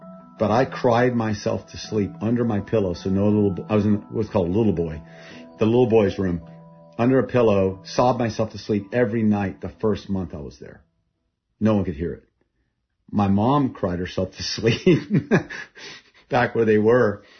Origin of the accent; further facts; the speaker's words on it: Thailand; first language Thai; English is a second language; also born or lived in Texas, United States; I was born in Texas, and I grew up in Thailand, and I grew up with Thai people, and my first language was Thai.